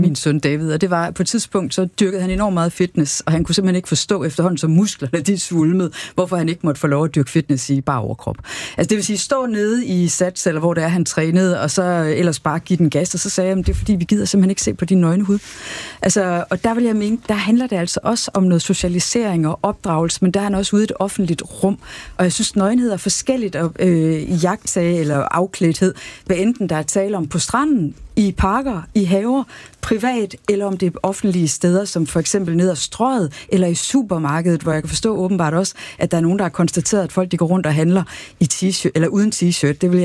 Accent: Aarhus, Central Denmark Region, Denmark; Jeg er opvokset i Risskov, tæt på stranden.

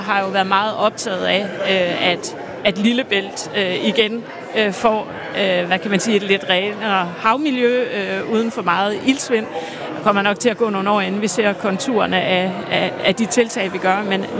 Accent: Region of Southern Denmark, Denmark; for mig som sydjyde

